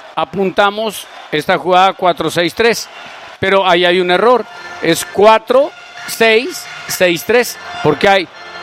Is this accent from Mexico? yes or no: yes; Mexico; la cultura mexicana, así somos